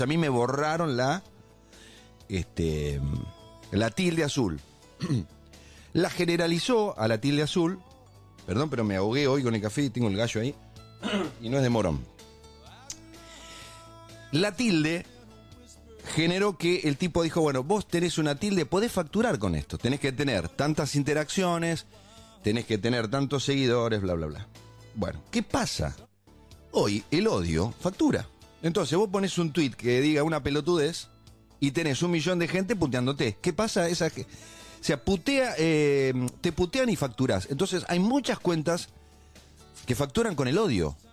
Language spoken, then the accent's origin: Spanish; Argentina; Ahora, yo soy argentino voy, y es más, es un lindo momento.